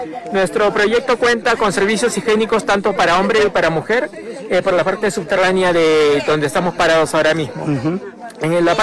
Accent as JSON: {"language": "Spanish", "region": "Ica", "country": "Peru", "said": "Yo soy de Ica, la ciudad de Ica."}